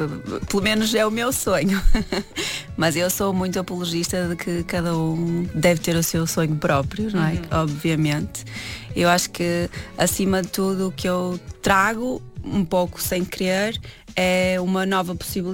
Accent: Amarante, Norte, Portugal; also born or lived in Porto; tenho muita sorte de ter crescido lá, ali à beira do rio. E portanto, eu sou originalmente de lá, da aldeia onde vivo atualmente, mas na realidade eu nunca pensei que ia ficar em Amarante, não é? Eu estudei Belas Artes, escultura, e portanto fui para o Porto

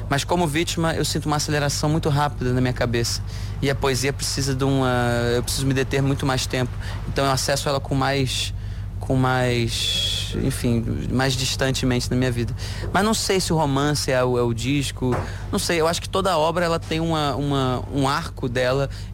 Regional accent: Brazil; Eu acho que fico muito orgulhoso de falar português. Acho mais bonito do que todas as outras. E graças a Deus que eu sou brasileiro e componho português

